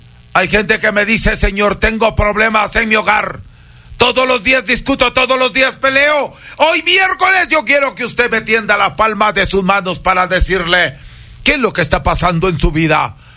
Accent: Peru; now in Ecuador; Yo soy peruano.

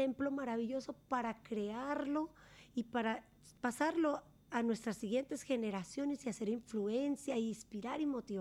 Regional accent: Colombia; yo crecí en Colombia en la cultura del frito, en la cultura del arrocito, la papita frita, la tajadita frita, el huevito frito y la carnecita así de pequeñita en nuestro plato, todo frito.

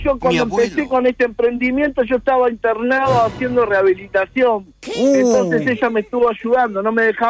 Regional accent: Uruguay; born or raised there; also born or lived in Thessaloniki, Greece

